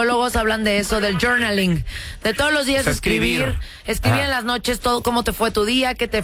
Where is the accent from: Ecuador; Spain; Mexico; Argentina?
Mexico; now in United States; Ay, ya estoy acá en Estados Unidos, soy gringa. Yo soy mexicana y a mucha honra.